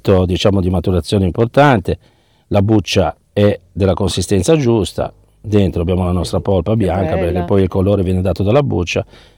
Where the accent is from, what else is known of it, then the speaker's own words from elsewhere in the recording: Genoa, Liguria, Italy; ci aggiungo anche da genovese